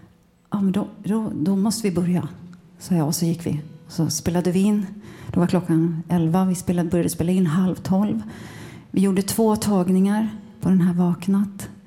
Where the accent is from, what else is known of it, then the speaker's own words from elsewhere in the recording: Stockholm, Stockholm County, Sweden; hemma i Enskede.